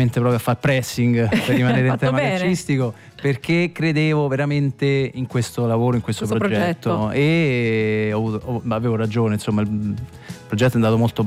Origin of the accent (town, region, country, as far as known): Rome, Lazio, Italy